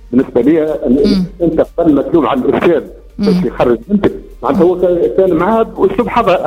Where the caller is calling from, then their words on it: Sfax, Sfax Governorate, Tunisia; من صفاقس.